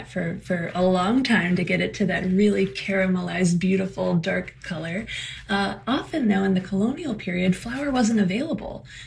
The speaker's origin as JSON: {"language": "English", "town": "Pittsburgh", "region": "Pennsylvania", "country": "United States", "tie": "born or raised there", "said": "gourmet grocery stores in my hometown of Pittsburgh that were part of a family business that operated for over 70 years in the city."}